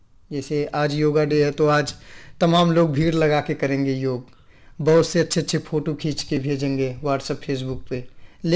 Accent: Ambedkar Nagar district, Uttar Pradesh, India; moved away

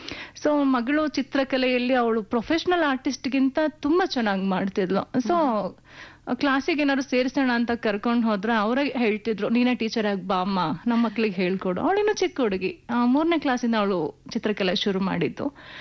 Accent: Bengaluru, Karnataka, India; born or raised there

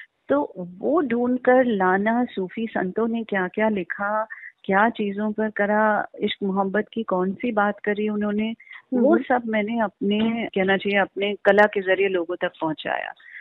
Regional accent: Lucknow, Uttar Pradesh, India; born there; मैं उस दौर की हूँ, तो उस दौर में हम लोगों को लखनऊ में जाहिर है कि कथक में ही भेज दिया जाता था

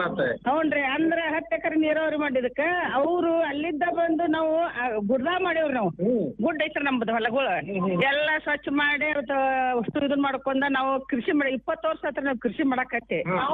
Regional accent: Ramdurg, Karnataka, India; ರಾಮದರ್ ತಾಲೂಕು ರೀ, ಬೆಳಗಾವಿ ಜಿಲ್ಲಾ ರಾಮದರ್ ತಾಲೂಕು ರೀ. ಮುದಕವಿ

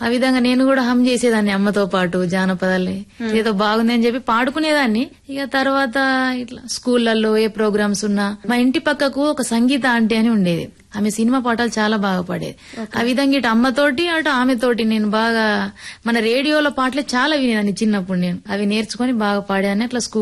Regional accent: Pendalwada, Telangana, India; also born or lived in Adilabad; 10th వరకు పెండలవాడలోనే ప్రభుత్వ పాఠశాలలోనే చదువుకున్నాను.

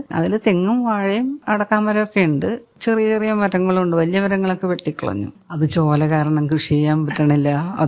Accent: Eloor, Kerala, India; ഇത് എൻ്റെ നാടാണ്.

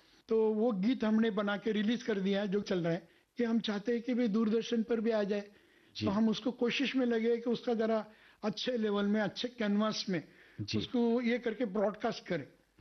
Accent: Maharashtra, India; अभी मैं महाराष्ट्र का रहने वाला हूँ

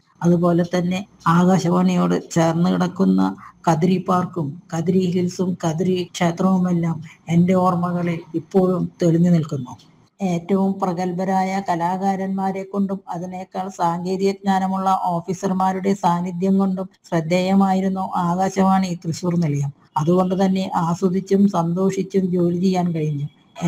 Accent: Thrissur, Kerala, India; ഞാനൊരു തൃശ്ശൂർക്കാരി ആയിരുന്നെങ്കിലും

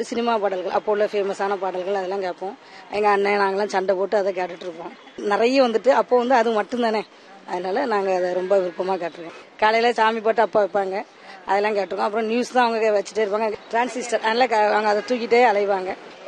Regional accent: Tamil Nadu, India; பழையங்குட்டை. எனக்கு என்னுடைய சொந்த ஊர் கொலசேரிப்பட்டினம்.

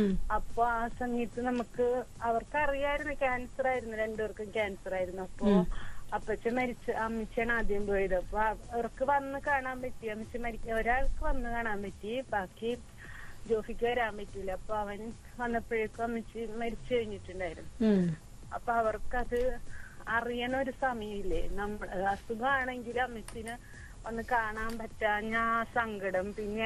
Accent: Kerala, India; എനിക്ക് എന്റെ നാട് എന്റെ വീട്.

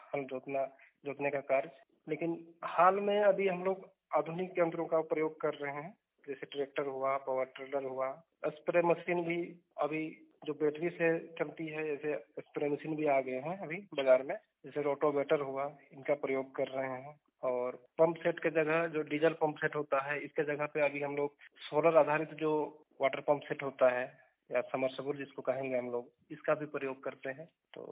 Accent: Kharsawan, Jharkhand, India; और मैं खरसवा का रहने वाला हूँ

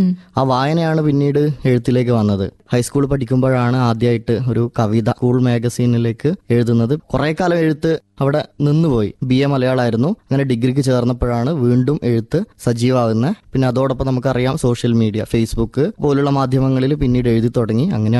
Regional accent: Mokeri, Kerala, India; എന്റെ വീട് കണ്ണൂർ ജില്ലയിലെ പാനൂരിനടുത്ത് മൊകേരിയാണ്.

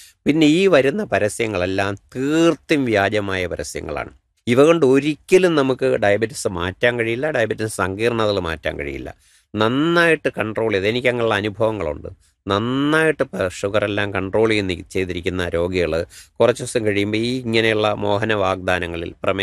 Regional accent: Kerala, India

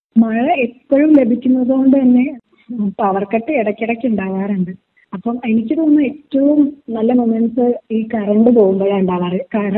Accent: Kozhikode, Kerala, India; എന്റെ നാട് കോഴിക്കോടാണെങ്കിൽ കൂടെ അവിടെയാണെങ്കിലും ഭയങ്കര ചൂടും കാര്യങ്ങളൊക്കെയാണ്.

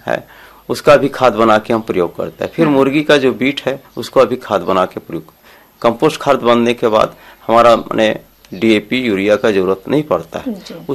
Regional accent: Hazaribagh district, Jharkhand, India; ग्राम अमनारी सदर ब्लॉक हजारीबाग जिला से निवासी हूँ।

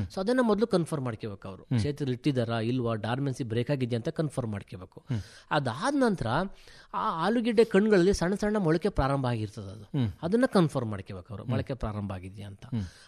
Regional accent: Karnataka, India; ನಾನು ಆಸನ ಭಾಗದವನೇ ಆಗಿದ್ದರಿಂದ

